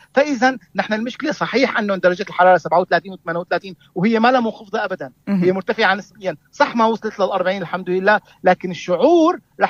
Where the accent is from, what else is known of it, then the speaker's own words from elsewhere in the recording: Syria; الصيف الاساسي عندنا بسوريا